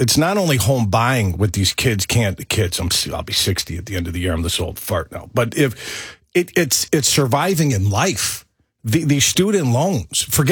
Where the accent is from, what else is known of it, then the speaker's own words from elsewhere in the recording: New York City, New York, United States; that's a proper way to say Florida because I'm from Brooklyn, by the way.